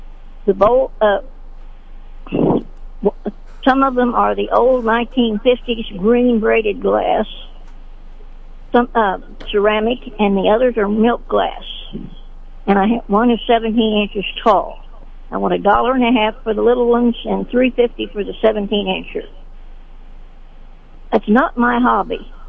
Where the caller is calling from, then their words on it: Sedalia, Missouri, United States; I'm calling from Sedalia.